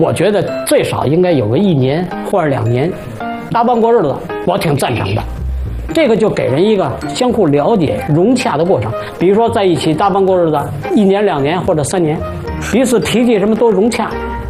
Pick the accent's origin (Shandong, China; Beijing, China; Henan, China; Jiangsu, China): Beijing, China; 咱老北京的话